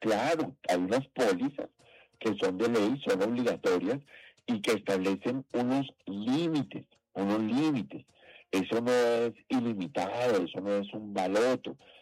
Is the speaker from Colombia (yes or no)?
yes; Colombia; seguiremos siendo colombianos, seguiremos siendo colombianos.